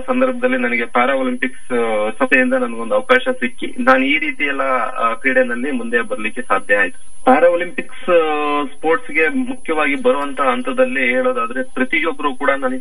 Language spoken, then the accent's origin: Kannada; Karnataka, India; ನಮ್ಮೂರಿಂದ ಸುಮಾರು ಕೊಳನೂರ್ ಇತ್ತು, ಕುಶಾಲ್ ನಗರ ಹತ್ರ ಇತ್ತು, ಅರಕಲಗೋಡು ಇತ್ತು